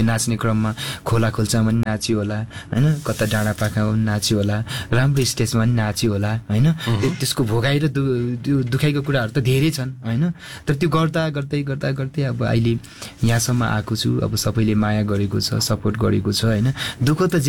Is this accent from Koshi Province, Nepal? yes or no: yes; Rumjatar, Koshi Province, Nepal; moved away; also born or lived in Kathmandu; मेरो गाउँ र मेरो ठाउँ मेरो प्यारो गाउँ रुम्जाटार